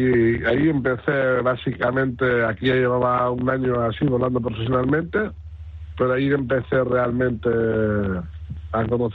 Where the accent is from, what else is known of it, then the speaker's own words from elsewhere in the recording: Sopelana, Basque Country, Spain; yo al final soy de Sopet, toda la vida viéndolo, uh-huh. Me gustaba la montaña, el mar también, evidentemente siendo de Sopet.